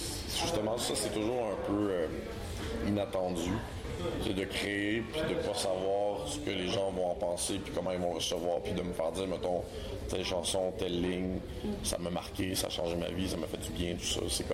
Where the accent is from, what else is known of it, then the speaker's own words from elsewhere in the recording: Quebec, Canada; moi je viens de la Rive-Nord